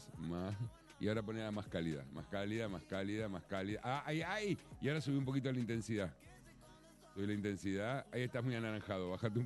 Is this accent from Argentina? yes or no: yes; Argentina; Nosotros somos argentinos, imagínate.